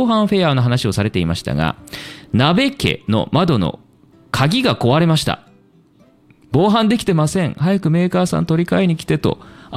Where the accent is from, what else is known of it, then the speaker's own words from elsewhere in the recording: Hyogo, Japan; 私兵庫県出身なんですけれども